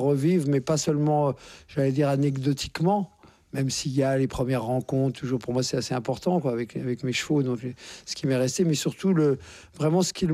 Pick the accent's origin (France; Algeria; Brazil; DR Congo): France; Courbevoie, Île-de-France; born there